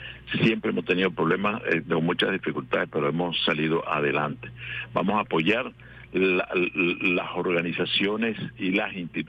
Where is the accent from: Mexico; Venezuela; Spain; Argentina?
Venezuela; yo quiero reivindicar como venezolano, como padre de familia, como miliciano